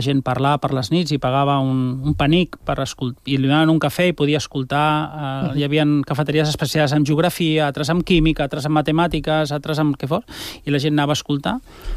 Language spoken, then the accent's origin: Catalan; Barcelona, Catalonia, Spain; al meu barri, jo treballo de tota la vida al Born, els meus avis ja hi vivien i treballaven, els meus pares també, nosaltres també